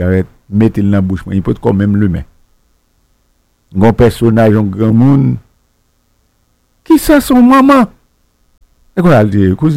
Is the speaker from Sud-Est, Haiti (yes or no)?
no; Port-au-Prince, Ouest, Haiti; Et à moi, je viens de Port-au-Prince.